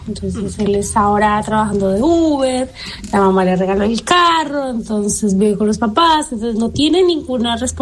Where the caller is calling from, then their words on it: Chile; vivo en Chile